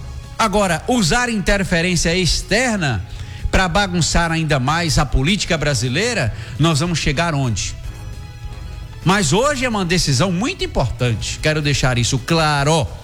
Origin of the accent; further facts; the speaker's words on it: Brazil; Nós somos brasileiros honestos, honrados